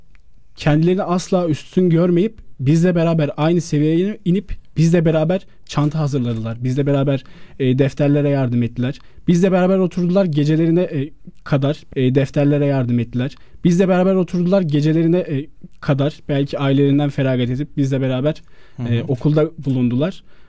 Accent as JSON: {"language": "Turkish", "region": "Sivas", "country": "Turkey", "said": "Radyo, televizyon, sinema 1. sınıf öğrencisiyim. 24 yaşındayım. Elhamdülillah Sivaslıyım."}